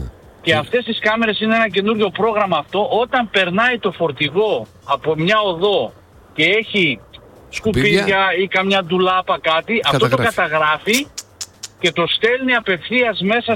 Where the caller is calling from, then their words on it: Hagen, North Rhine-Westphalia, Germany; Δουλεύω στο δήμο, στην πόλη μου, στο Χάγκεν